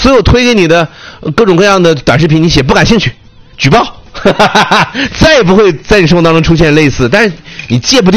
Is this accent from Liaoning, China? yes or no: yes; Dalian, Liaoning, China; now in Changchun, China; 我是大连人啊，我只看大连足球。亚太其实你说我来长春多少年了？15年了吧？